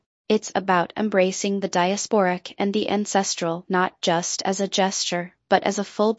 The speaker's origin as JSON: {"language": "English", "town": "Brooklyn", "region": "New York", "country": "United States", "tie": "born or raised there", "said": "Growing up in Brooklyn, I was always surrounded by the pulse of multiple cultures, the West Indian beat, the Latin American energy, the hip-hop of the streets."}